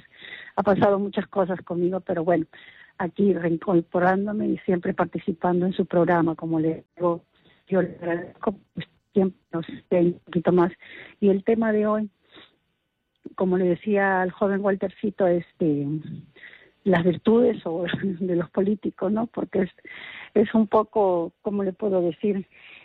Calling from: Paiján, La Libertad, Peru; siempre le llamo de Paiján, pero ahora momentáneamente entre Racer y Chocopi por mis terapias

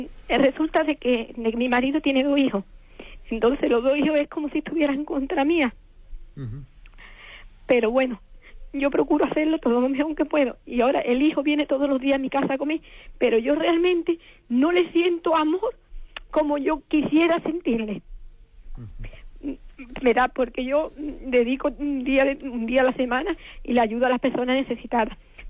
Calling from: Málaga, Andalusia, Spain; de Málaga.

